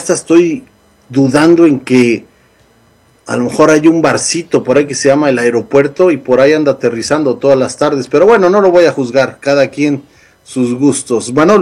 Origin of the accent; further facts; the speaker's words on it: Mexico; now in United States; para nosotros que somos mexicanos